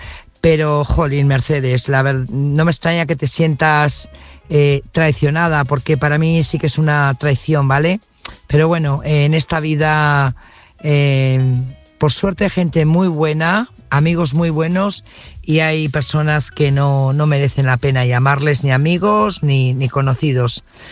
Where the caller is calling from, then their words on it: Burgos, Castile and León, Spain; corresponsal de Burgos.